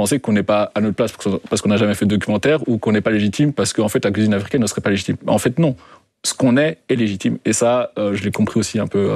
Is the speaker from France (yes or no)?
no; Belgium; moi j'ai grandi en Belgique avec des os sans tête et des frites et des fricadelles.